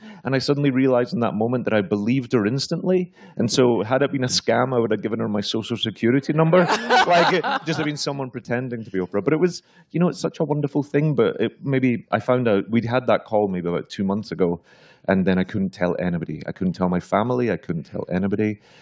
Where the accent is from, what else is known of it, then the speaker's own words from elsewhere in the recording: Glasgow, Scotland, United Kingdom; But I grew up in Glasgow in the 80s. in a very sort of, in a neighborhood that was really affected by Thatcherism.